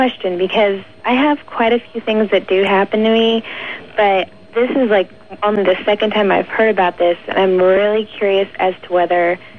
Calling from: Modesto, California, United States; from Modesto, California.

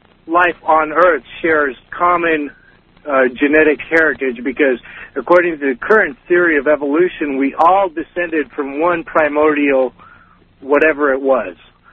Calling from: Los Angeles, California, United States; I'm calling from Los Angeles.

